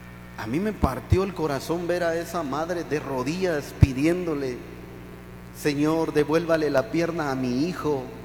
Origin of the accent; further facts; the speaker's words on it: Salamá, Baja Verapaz, Guatemala; now in Cobán, Guatemala; Yo no soy de Cobán, gracias a Dios. Pero soy de Salamá